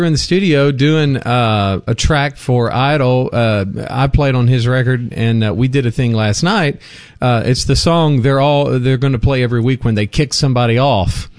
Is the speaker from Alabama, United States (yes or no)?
yes; Gadsden, Alabama, United States; I grew up in the Gadsden area, about 65 miles northeast of Birmingham.